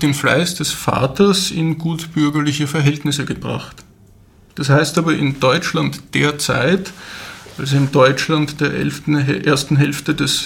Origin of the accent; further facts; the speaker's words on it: Vienna, Austria; born there; Ich wurde 1997 in Wien geboren.